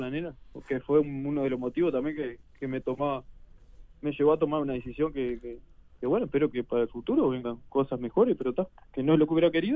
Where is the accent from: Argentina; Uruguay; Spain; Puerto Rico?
Uruguay; Nueva Helvecia, Colonia; Yo soy de Nueva Helvecia, sí.